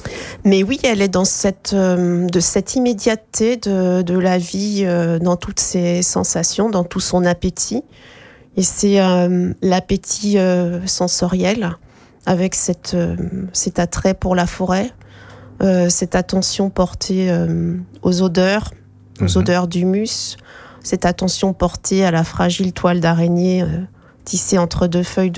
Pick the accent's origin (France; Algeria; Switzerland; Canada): France; Grand Est; mon enfance en Lorraine